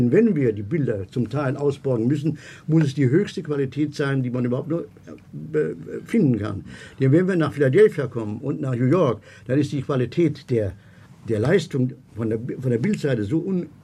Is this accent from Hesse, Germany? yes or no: yes; Kassel, Hesse, Germany; born there